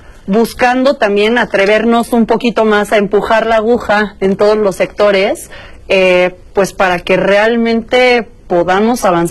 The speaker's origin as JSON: {"language": "Spanish", "country": "Mexico", "said": "esa megadiversidad que nos representa como mexicanas y como mexicanos"}